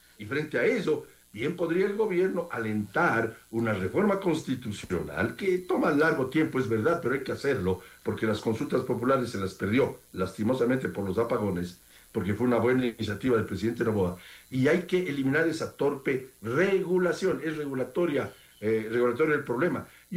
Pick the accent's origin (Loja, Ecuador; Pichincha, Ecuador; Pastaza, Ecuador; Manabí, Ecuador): Pichincha, Ecuador; Quito; yo soy quiteño y digo algunos quiteñismos